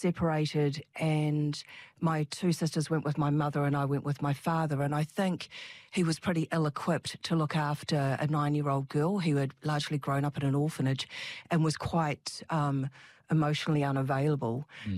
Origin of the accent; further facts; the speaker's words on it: Christchurch, Canterbury, New Zealand; also born or lived in Sydney; I grew up in Christchurch. I've lived here for all but 7 years of my life. Mm-hmm. I went over to Sydney when I was in my early 20s. After my father died. But yes, grew up in Avonhead and had three sisters.